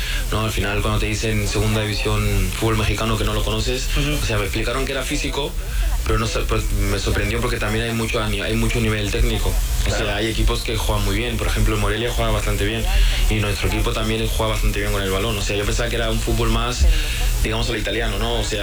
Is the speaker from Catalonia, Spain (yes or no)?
yes; Barcelona, Catalonia, Spain